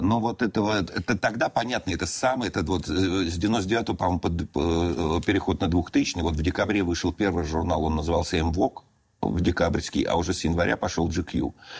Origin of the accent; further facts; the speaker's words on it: Moscow, Russia; Я рассказал, мы москвичи.